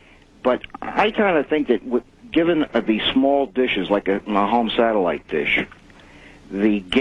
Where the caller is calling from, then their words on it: New York, United States; from New York.